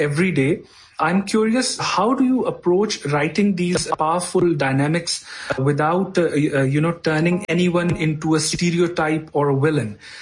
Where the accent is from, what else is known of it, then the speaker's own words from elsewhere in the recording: Lahore, Punjab, Pakistan; I'm from Lahore, Pakistan.